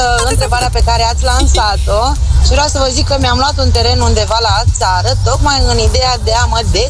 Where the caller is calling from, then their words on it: Tecuci, Galați County, Romania; de la Tecuci.